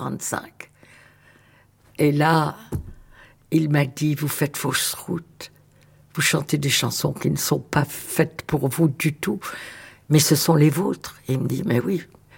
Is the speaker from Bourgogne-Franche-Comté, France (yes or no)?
no; Hauts-de-France, France; accent: Nord; D'abord, me faire perdre mon accent du Nord. Qu'il a fallu que je reprenne.